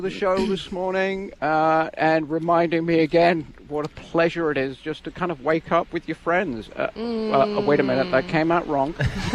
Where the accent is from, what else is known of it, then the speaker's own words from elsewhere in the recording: South West England, United Kingdom; I grew up in Devon, which is the southwest corner, next to the bit, you know, Cornwall that sticks out into the sea, Land's End and all that stuff. We're the next one in Devonshire.